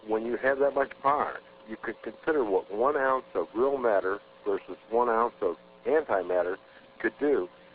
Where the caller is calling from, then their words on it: Bourbon, Missouri, United States; I'm calling from Bourbon, Missouri.